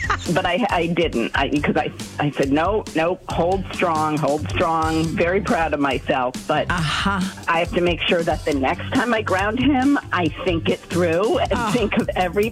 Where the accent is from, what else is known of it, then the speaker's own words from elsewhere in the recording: Dodgeville, Wisconsin, United States; I'm from Dodgeville.